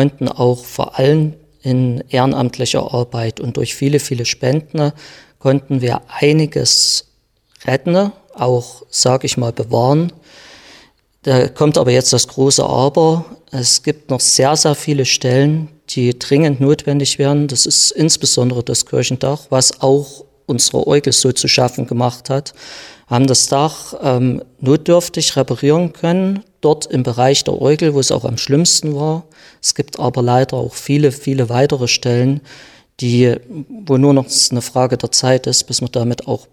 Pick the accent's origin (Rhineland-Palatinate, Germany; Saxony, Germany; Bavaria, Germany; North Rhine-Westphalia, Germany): Saxony, Germany; Hammerunterwiesenthal; Ich stamme aus Hammer-Unterwiesenthal